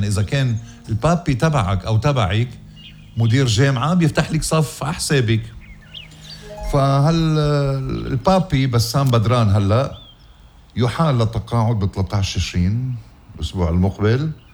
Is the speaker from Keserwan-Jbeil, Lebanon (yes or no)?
yes; Ghazir, Keserwan-Jbeil, Lebanon; هالدير وسلسلة الأديار اللي أسسهم ابن ضيعتي الحلوة غزير